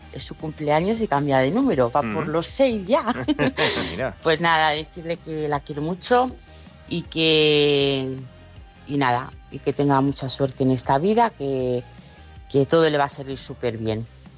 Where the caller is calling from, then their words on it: Terrassa, Catalonia, Spain; somos de Tarrasa.